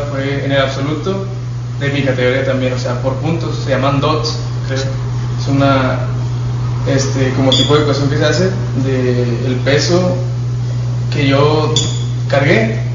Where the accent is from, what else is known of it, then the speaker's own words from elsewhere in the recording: Palau, Coahuila, Mexico; also born or lived in Piedras Negras; Nací en Piedras Negras, pero crecí aquí en Palau.